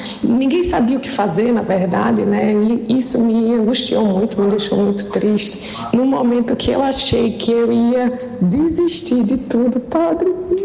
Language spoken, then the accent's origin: Portuguese; Recife, Pernambuco, Brazil; Sou daqui de Recife, Pernambuco.